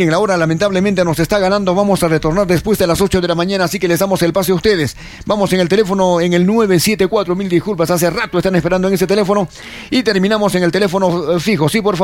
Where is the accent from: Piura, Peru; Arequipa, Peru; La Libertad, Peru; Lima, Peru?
Arequipa, Peru; como arequipeños, como región